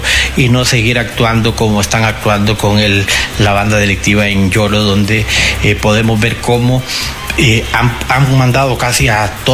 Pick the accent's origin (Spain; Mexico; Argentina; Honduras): Honduras